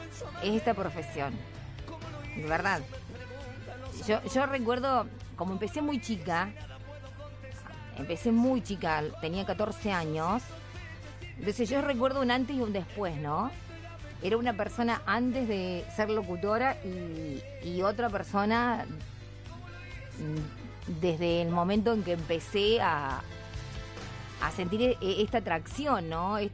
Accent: Pilar, Argentina; Acá estamos volviendo de Armstrong, Santa Fe. … de Pilar, saludos a Nano, que también anda en la ruta.

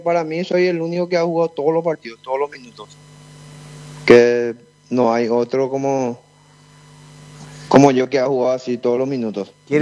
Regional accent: Valenzuela, Cordillera, Paraguay; now in Paraguarí, Paraguay; yo soy de Valenzuela, oriundo de Valenzuela, cordillera.

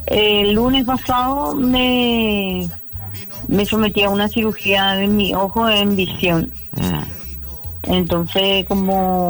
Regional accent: Paraguay; moved away as an adult; also born or lived in Spain; Quiero seguir luchando aquí en mi terruño, en mi país.

